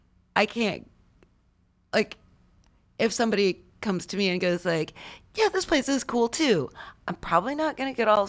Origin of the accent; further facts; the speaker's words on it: Penfield, New York, United States; You know, I do remember some of this now from, as I mentioned at the earlier portion of the show, I grew up in Penfield.